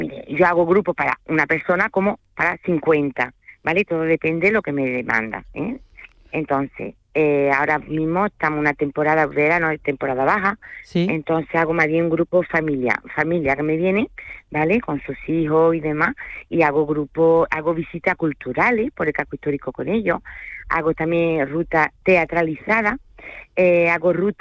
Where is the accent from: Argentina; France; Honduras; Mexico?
France; Porque soy francés, aunque no se me note, todo el mundo me lo dice.